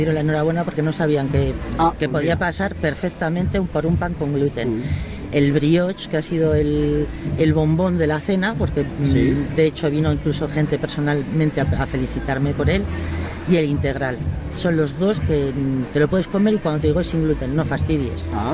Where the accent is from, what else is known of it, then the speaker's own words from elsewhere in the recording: Barakaldo, Basque Country, Spain; moved away as an adult; now in Palencia, Spain; Estuve la semana pasada en el País Vasco porque tenía que ir a hacer papeles, claro, yo soy de allí, todavía tengo cosas que hacer.